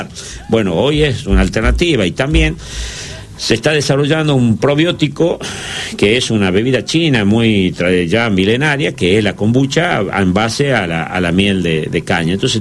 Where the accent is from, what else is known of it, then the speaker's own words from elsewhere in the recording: Tucumán, Argentina; no quiero hablar porque solo pues soy tucumano